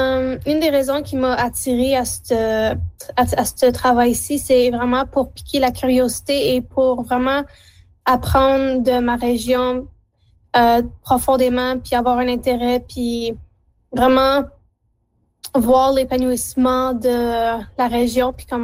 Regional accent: Hearst, Ontario, Canada; Je viens de Hearst. J'ai 21 ans. Je suis à l'Université Laurentienne à Sudbury.

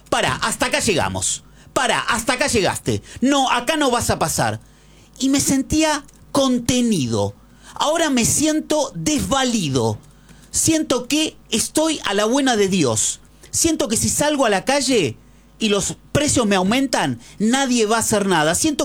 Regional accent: Argentina; ¿Saben qué me pasa como argentino?

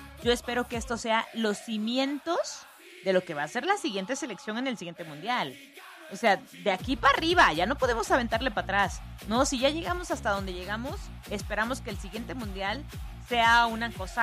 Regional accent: Mexico; nuestra hermandad como mexicanos

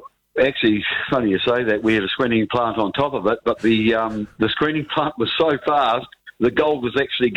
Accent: Dunedin, Otago, New Zealand; born there; also born or lived in Clyde; I was born in Queen Mary there in 1964.

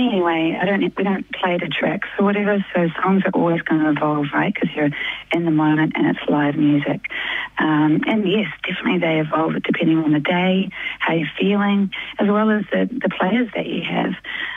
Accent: New Zealand; now in Auckland, New Zealand; I live on an island, right? I'm from Aotearoa, New Zealand. I've grown up with a beach right there and a country right there. And I live in Tamaki Makaurau in Auckland now, which is more city, but to be honest with you, I live right near the beach.

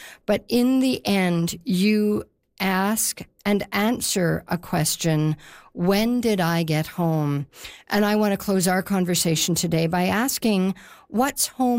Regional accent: Regina, Saskatchewan, Canada; You know, I was a kid growing up in Regina, but that was a really defining moment for me as a teenager.

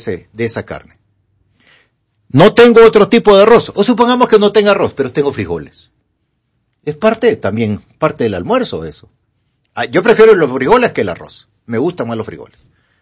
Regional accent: La Trinidad, Comayagua, Honduras; Que soy de allá de la Trinidad, Comayagua, donde nos está viendo Rosibel Báires, junto a su mamá, Natito, y allá no hay pulperías fuertes.

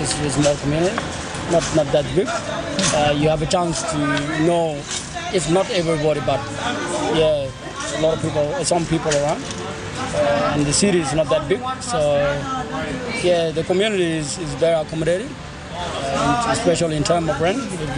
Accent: South Sudan; now in Alice Springs, Australia; I'm from South Sudan. That's where I was born. Yeah, I came to Alice Springs somewhere around February this year, 2013.

